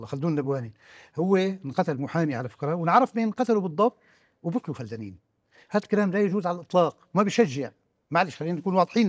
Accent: Syria; لأنه نحن وطنيين بالنتيجة، نحن أبناء سوريا، نحن نريد أن تكون هذه الدولة موحدة

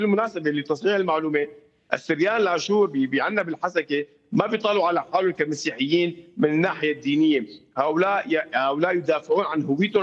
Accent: Al-Hasakah Governorate, Syria; لما بدك تمثلني بدك تدافع عني كمواطن سوري، همومي هذه المحافظة من تنمية وتعليم ومساواة وحقا أن يكونوا جزء من إدارة البلاد، وأدافع عني ككردي أيضا

